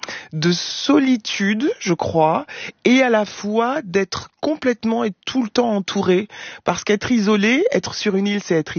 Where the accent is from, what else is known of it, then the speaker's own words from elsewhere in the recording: French Antilles, France; quand j'arrive en Corse et que je dis que je suis des Antilles, on s'embrasse, quoi.